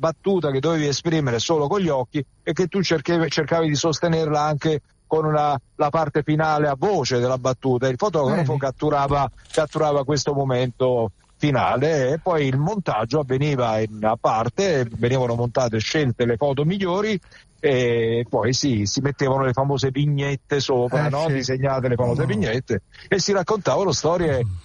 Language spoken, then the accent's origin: Italian; Naples, Campania, Italy; accent: Neapolitan; also born or lived in Castellammare di Stabia; io sono nato a Château-sur-la-Mer, a Castellammare di Stabia.